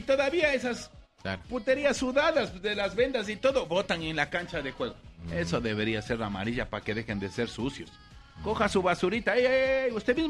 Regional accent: Ecuador; que somos campeones los ecuatorianos

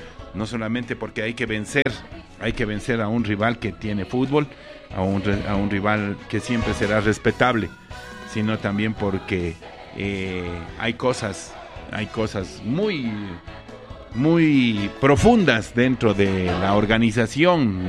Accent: Ecuador; Nosotros somos ecuatorianos

